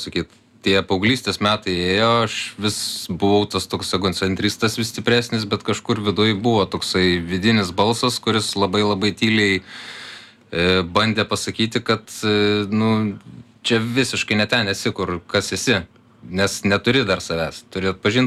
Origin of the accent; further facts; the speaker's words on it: Kaunas, Kaunas County, Lithuania; nu užaugau Kaune